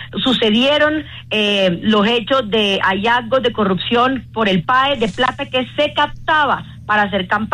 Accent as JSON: {"language": "Spanish", "town": "Barranquilla", "region": "Atlántico", "country": "Colombia", "tie": "born or raised there", "said": "Yo vengo de Barrio Popular igual que él. Si él es de La Manga, yo soy del Barrio del Santuario de la localidad metropolitana de Barranquilla. Yo reconozco la realidad porque la viví de mi ciudad."}